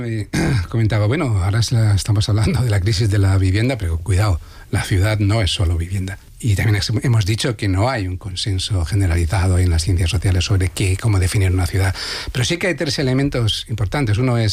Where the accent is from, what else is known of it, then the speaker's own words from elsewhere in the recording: Valencian Community, Spain; sí, soy valenciano, yo conozco de cerca lo que es la especulación